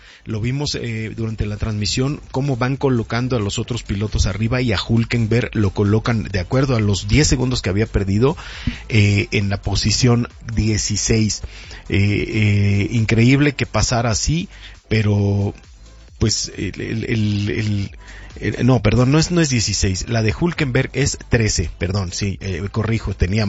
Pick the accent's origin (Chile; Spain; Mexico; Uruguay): Mexico; como mexicanos debemos apoyar